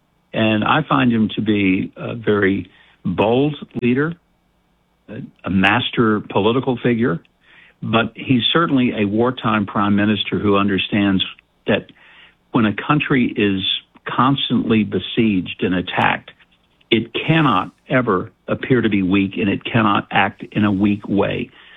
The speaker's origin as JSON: {"language": "English", "region": "Arkansas", "country": "United States", "tie": "born or raised there", "moved": "as an adult", "lives_now": "Israel", "said": "growing up in Arkansas"}